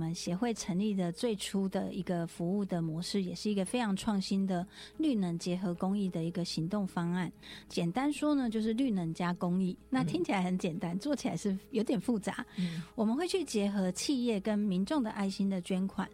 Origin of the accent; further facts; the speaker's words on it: Taiwan